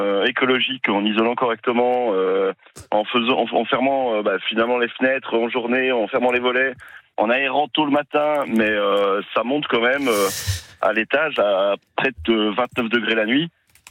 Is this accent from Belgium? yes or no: yes; Belgium; Je suis belge, donc la chaleur... moi, je préfère la pluie.